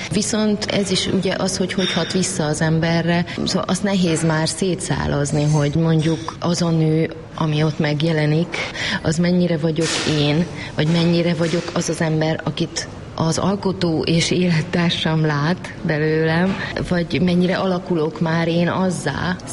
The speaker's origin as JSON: {"language": "Hungarian", "town": "Târgu Mureș", "region": "Mureș County", "country": "Romania", "tie": "born or raised there", "said": "De amúgy én is így nőttem fel, hogy már a Marosvásárhelyi lakásunk is egy úgymond átjáróház volt"}